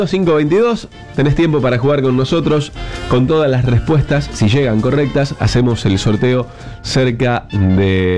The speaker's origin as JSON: {"language": "Spanish", "town": "Casilda", "region": "Santa Fe", "country": "Argentina", "tie": "born there", "also_born_or_lived": "Arequito", "said": "Nací en Casilda"}